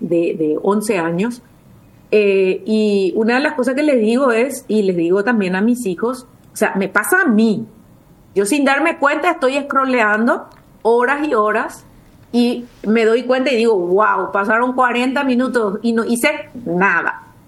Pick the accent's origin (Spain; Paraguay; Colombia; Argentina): Paraguay; Colonia Independencia, Guairá; moved away; Yo vengo de la Colonia Independencia. Yo terminé el colegio en la Colonia Independencia